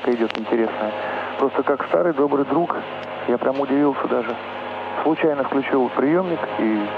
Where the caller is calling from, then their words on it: Moscow, Russia; Я из Москвы звоню.